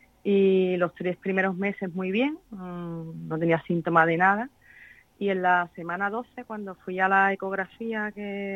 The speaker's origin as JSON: {"language": "Spanish", "town": "Jerez de la Frontera", "region": "Andalusia", "country": "Spain", "said": "somos de Jerez, la frontera de Cádiz."}